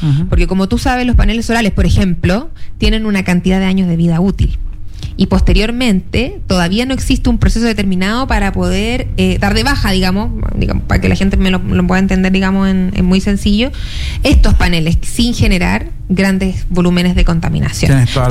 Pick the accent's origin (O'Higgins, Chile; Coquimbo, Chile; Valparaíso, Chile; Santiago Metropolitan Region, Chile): Coquimbo, Chile; La Serena; Soy de La Serena, amo mi región, creo que la he recorrido prácticamente completa.